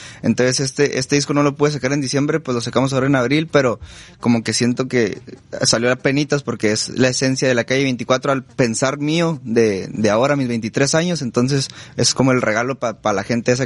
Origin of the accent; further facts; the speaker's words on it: Cuauhtémoc, Chihuahua, Mexico; No, yo soy de Chihuahua. Ah, Chihuahua. Sí, de Cuauhtémoc, Chihuahua.